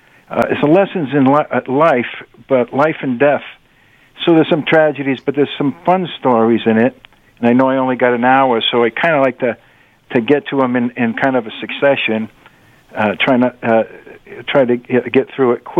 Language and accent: English; Fall River, Massachusetts, United States; now in New Hampshire, United States; I was new to New Hampshire because I moved up here from Fall River, Massachusetts, and so anything that was national news in my local area was a big thing.